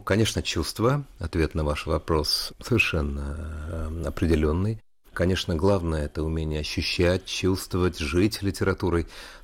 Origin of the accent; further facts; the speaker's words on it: Kamchatka Krai, Russia; born there; Отец военный врач, поэтому мы кочевали по всему Союзу. Я родился на Камчатке, мой брат в Баку.